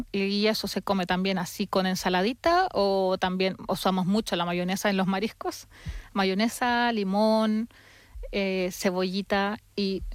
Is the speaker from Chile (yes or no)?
yes; Concepción, Biobío, Chile; now in Spain; Concepción, que es la ciudad de donde yo soy, tenemos cerca caletas y tenemos cerca puertos.